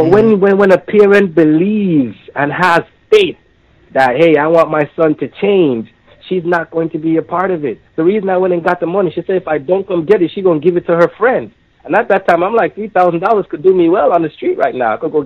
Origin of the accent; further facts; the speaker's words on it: Almond Town, Kingston, Jamaica; sing a song when I was growing up in Almondtown like this.